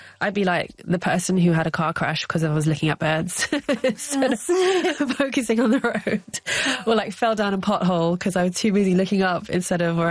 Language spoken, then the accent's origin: English; London, United Kingdom; I grew up, you know, as a Londoner.